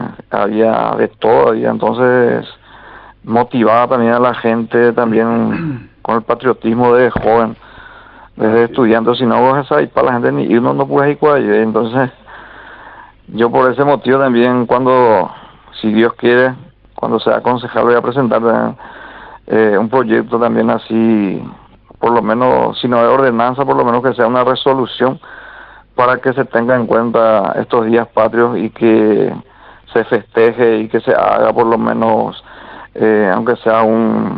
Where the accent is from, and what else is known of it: Paraguay; now in San Estanislao (Santaní), Paraguay